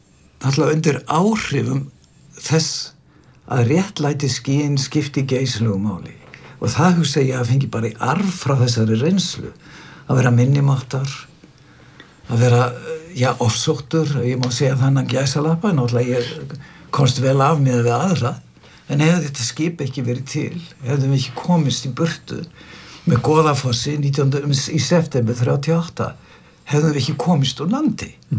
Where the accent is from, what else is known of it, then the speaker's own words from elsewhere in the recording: Stórgiljá, Northwestern Region, Iceland; ég var upp alinn svona hálfuleiti á Stórgiljá. Norður Húnaþingi